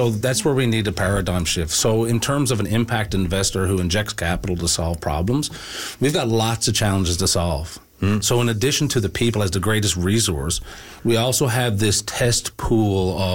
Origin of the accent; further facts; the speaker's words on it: Grand Falls-Windsor, Newfoundland and Labrador, Canada; now in Holyrood, Canada; I'm from Grand Falls. I live in Holyrood, but not a lot of people know that.